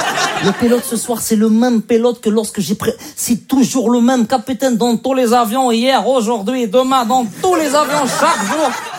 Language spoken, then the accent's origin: French; Quebec, Canada; je suis un Québécois d'origine marocaine.